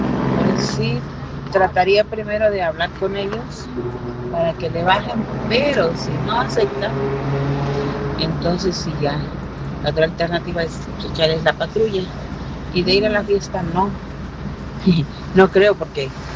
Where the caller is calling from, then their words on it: Temixco, Morelos, Mexico; de Temisco.